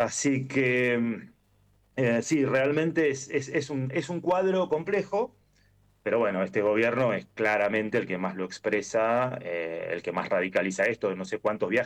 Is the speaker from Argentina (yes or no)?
yes; Argentina; como argentinos tenemos que hacernos cargo